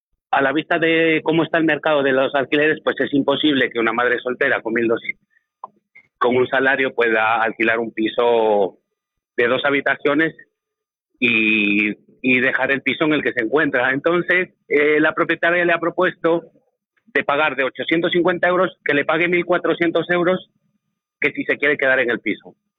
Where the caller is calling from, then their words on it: Majadahonda, Community of Madrid, Spain; desde Majadahonda.